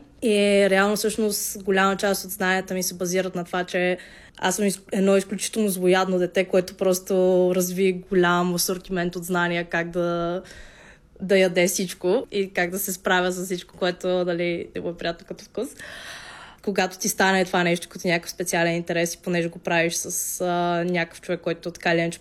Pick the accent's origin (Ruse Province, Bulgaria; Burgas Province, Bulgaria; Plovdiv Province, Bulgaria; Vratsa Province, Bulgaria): Vratsa Province, Bulgaria; Vratsa; понеже ние сме от малък град, Враца, там няма как да опиташ нещо, което, дали, не е стандартно българско